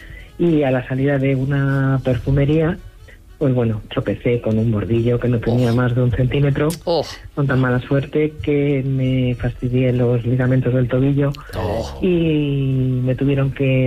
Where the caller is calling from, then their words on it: Valencia, Valencian Community, Spain; de Valencia.